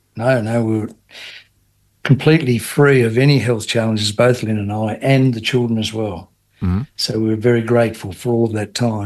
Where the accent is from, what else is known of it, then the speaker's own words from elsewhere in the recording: Devonport, Tasmania, Australia; Yeah, I was born in Devonport, and so I've been here all my life, but certainly had the opportunity to have a bit of a look around, haven't just stayed here.